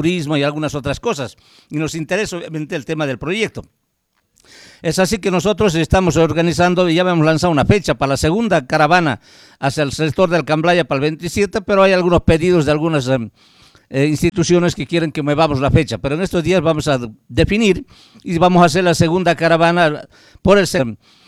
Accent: Tarija, Bolivia; Nosotros somos del Cantón Paicho

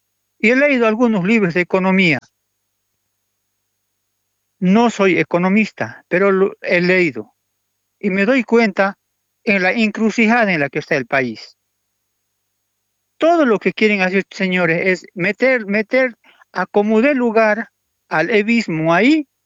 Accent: Tarija, Bolivia; Yo soy tarijeño, no defiendo un partido político, no defiendo. Yo solo defiendo, grito por mi Tarija, porque soy bien parido en esta tierra.

